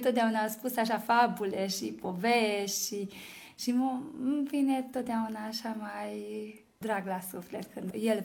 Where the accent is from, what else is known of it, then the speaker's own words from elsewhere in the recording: Micherechi, Békés, Hungary; Eu am copilărit la Micherec, în satul meu natal, în farmacie. Fiindcă noi am stat împreună cu farmacia, așa era casa noastră